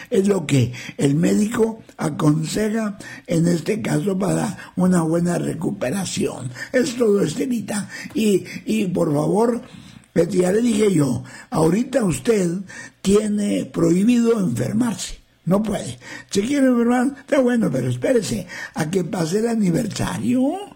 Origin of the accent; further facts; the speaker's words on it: San Fernando, Tamaulipas, Mexico; now in Bossier City, United States; venía, soy de San Fernando, Tamaulipas, pero vivo en Brossier City, Luisiana.